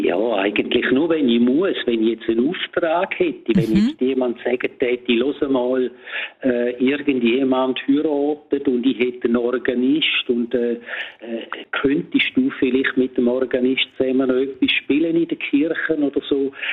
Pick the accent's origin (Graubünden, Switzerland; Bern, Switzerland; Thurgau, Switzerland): Graubünden, Switzerland; Domat/Ems; Weil damals hat es in dem Dorf, wo ich aufgewachsen bin, im bündnerischen Domadems, da hat es einen Fernsehsender gegeben.